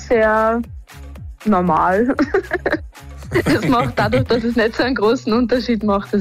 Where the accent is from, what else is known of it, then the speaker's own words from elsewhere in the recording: Raabs an der Thaya, Lower Austria, Austria; Ich bin jetzt gerade Müllermeisterin geworden, bin die Jüngste im deutschsprachigen Raum und bin aus Raps an der Thaya.